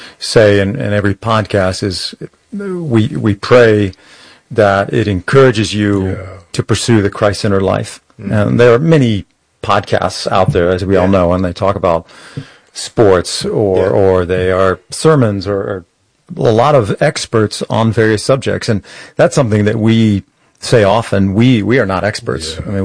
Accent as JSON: {"language": "English", "town": "San Antonio", "region": "Texas", "country": "United States", "tie": "born or raised there", "said": "I grew up here in San Antonio"}